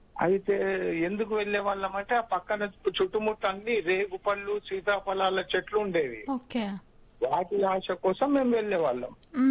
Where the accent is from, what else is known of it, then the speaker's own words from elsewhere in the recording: Nizamabad, Telangana, India; born there; ఆదర్శ నగర్, నిజామాబాద్ నుంచి.